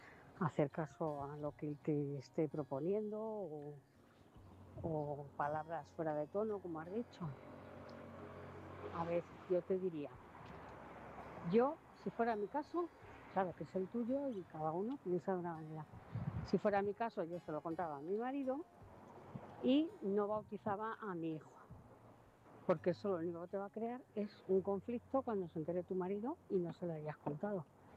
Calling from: Móstoles, Community of Madrid, Spain; Buenas noches … de Móstoles.

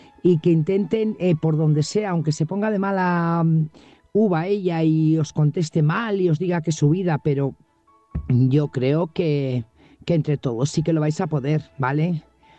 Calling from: Burgos, Castile and León, Spain; corresponsal de Burgos.

